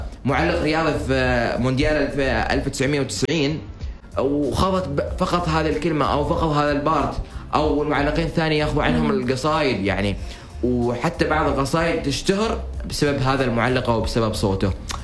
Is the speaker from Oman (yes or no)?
yes; Oman; وإحنا كفريق طالع من سلطنة عمان أو من الخليج أو من الوطن العربي ويمثل الإسلام قبل كل شيء